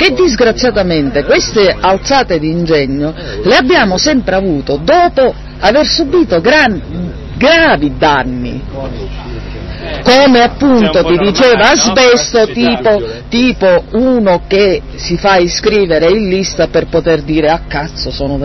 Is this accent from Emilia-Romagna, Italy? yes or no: no; Enna, Sicily, Italy; born there; io sono nata a Enna, però mio padre era di Aputo in provincia di Pordenone e mia madre di Monfalcone in provincia